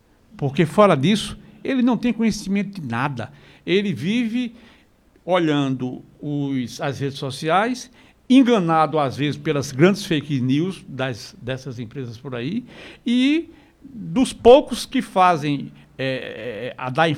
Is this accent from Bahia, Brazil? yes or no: yes; Bahia, Brazil; now in Paraíba, Brazil; Sou de Bahia.